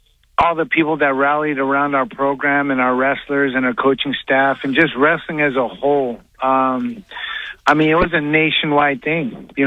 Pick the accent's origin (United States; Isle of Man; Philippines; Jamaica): Philippines; And so never thought I'd be known as a Filipino wrecking machine around the world, you know, but I am